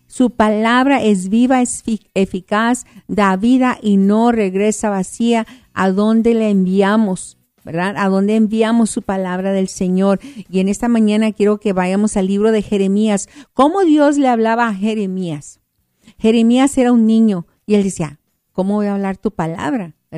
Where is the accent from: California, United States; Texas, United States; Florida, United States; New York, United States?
Texas, United States; El Paso; Sí, soy del Paso, Texas.